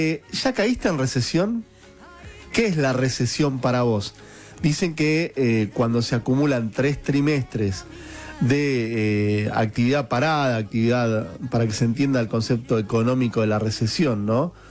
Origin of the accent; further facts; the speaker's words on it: Buenos Aires, Argentina; Acá todavía tratando de ganarle a la alergia, como tantos porteños, con los famosos plátanos de Sarmiento.